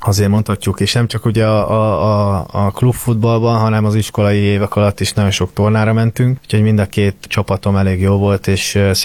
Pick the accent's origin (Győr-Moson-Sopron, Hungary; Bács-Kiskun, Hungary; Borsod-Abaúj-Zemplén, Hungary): Győr-Moson-Sopron, Hungary; Győr; moved away; én lakótelepen nőttem fel Győrben, Marcavárosban, úgyhogy nem egy ilyen dúsgazdag környék, mondhatjuk